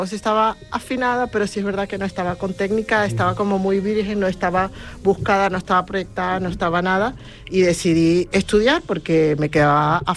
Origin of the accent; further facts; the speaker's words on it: Venezuela; yo vengo de Venezuela. En Venezuela no se escucha normalmente jazz.